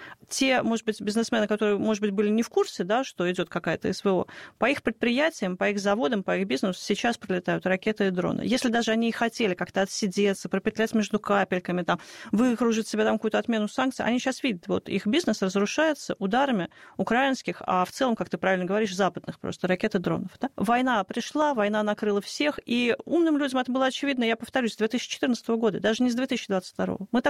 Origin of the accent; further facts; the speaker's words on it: Moscow, Russia; Я вот коренная москвичка